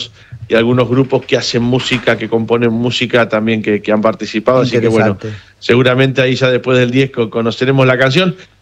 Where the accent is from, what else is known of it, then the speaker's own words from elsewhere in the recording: Argentina; ya sabemos cómo somos los argentinos en esto, nos volcamos a la calle, nos gusta estar, digamos.